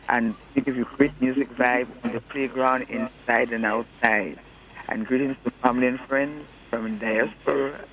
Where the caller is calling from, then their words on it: St. Lucia; Oh, I'm calling from the hottest view in St. Lucia. I'll call the place. I'll tell you the name, eh? Ocean View.